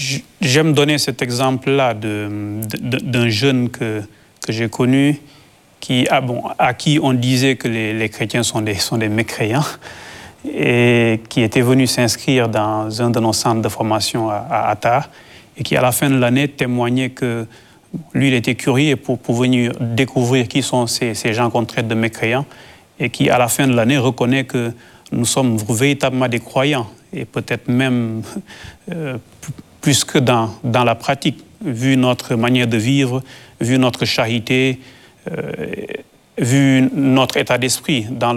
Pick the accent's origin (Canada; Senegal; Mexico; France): Senegal; moved away as an adult; now in Mauritania; en tant que Sénégalais